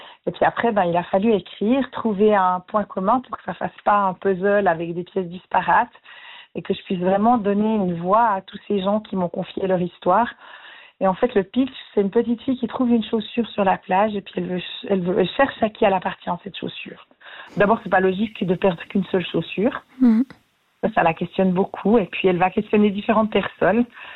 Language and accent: French; Saint-Imier, Bern, Switzerland; quand j'étais petite à Saint-Imier, il y avait beaucoup de migrants italiens qui n'étaient pas toujours bien traités. C'était dans les années 70.